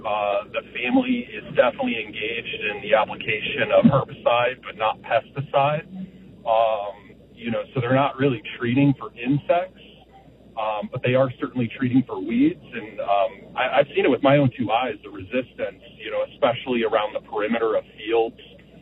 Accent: Chicago, Illinois, United States; I was born and raised in Wrigleyville in Chicago, married into a commodity farming family

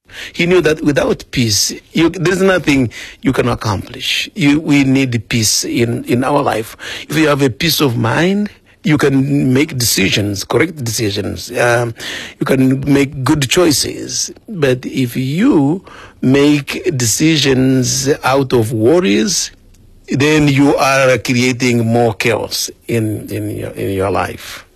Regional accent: Tanzania; moved away as an adult; I'm originally from Tanzania. I am 61 years old. But of the 61 years, 26 years I've lived those in this country ministering as a priest.

